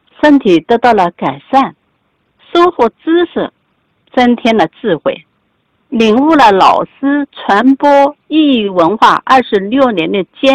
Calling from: Lianyungang, Jiangsu, China; 我是来自江苏连云港。

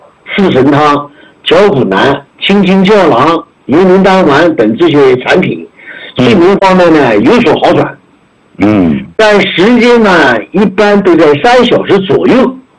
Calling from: Ma'anshan, Anhui, China; 我是来自安徽马鞍山的，

